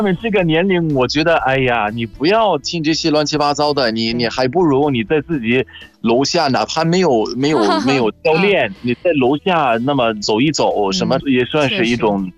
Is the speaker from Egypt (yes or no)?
yes; Egypt; Chinese is a second language; 我是来自埃及的